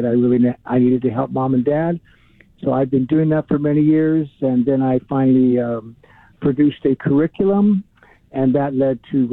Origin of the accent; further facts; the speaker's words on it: Los Angeles, California, United States; And I grew up in Northeast L.A., which is, you know, there's known for violence and gangs and drugs and things like that.